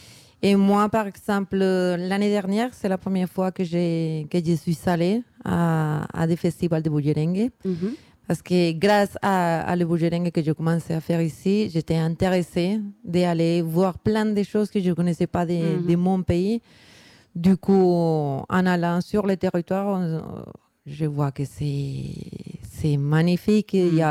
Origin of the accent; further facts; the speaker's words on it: Bogotá, Bogotá Capital District, Colombia; moi je suis de Bogota